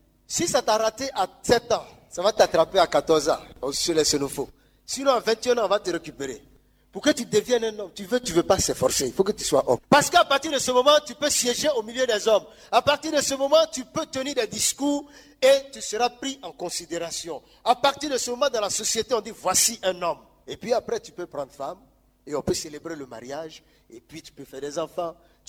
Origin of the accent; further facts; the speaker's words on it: Central African Republic; chez nous en Centrafrique, on appelle ça Kinda Gozo.